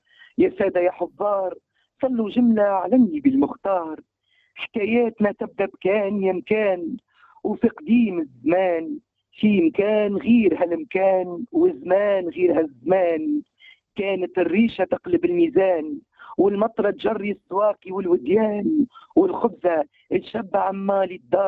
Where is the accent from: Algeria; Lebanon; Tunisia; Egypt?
Tunisia; كتونسي مبدع في مجالي،